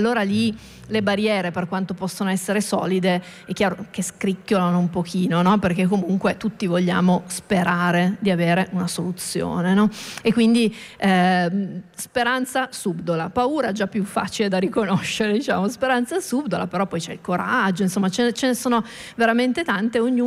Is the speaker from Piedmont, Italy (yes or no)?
yes; Turin, Piedmont, Italy; Tra l'altro io sono di Torino e Stamina nasce a Torino da Vannoni